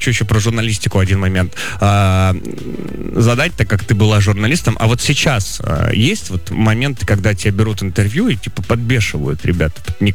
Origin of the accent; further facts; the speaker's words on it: Omsukchan, Magadan Oblast, Russia; Я из поселка городского типа... под названием Амсукчан в Магаданской области.